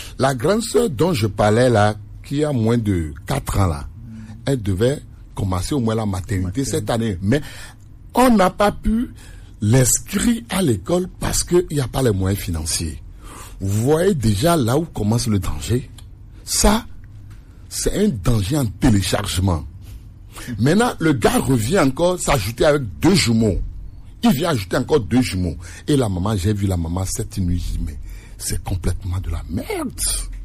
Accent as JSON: {"language": "French", "country": "Togo", "said": "parce que moi, je suis Togolais."}